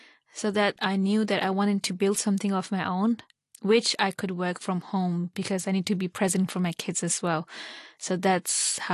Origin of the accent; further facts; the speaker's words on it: Hong Kong; born there; I'm originally from Pakistan, but I was born in Hong Kong. We are four siblings. We were all born in Hong Kong.